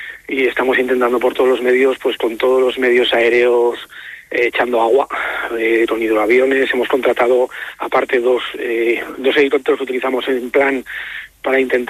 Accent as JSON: {"language": "Spanish", "area": "Huesca", "region": "Aragon", "country": "Spain", "said": "Todos los que somos de Huesca y conocemos la zona"}